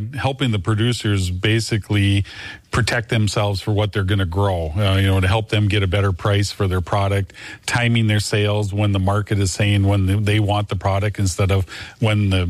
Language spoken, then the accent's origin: English; Milnor, North Dakota, United States; born or raised there